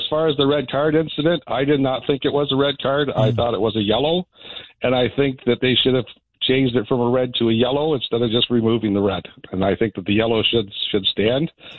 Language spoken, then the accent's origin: English; Canada; I'm a Canadian